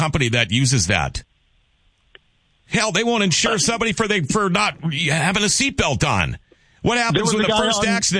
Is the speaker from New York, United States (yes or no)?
no; Minnesota, United States; you know, I'm a Minnesotan. You guys, I think, all know that.